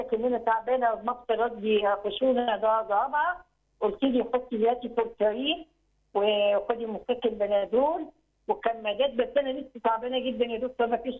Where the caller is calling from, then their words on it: Upper Egypt, Egypt; انا من الصعيد